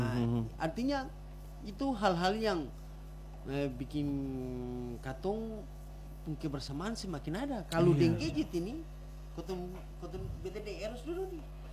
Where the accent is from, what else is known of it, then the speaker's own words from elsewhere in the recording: Maluku, Indonesia; Sebagai orang Maluku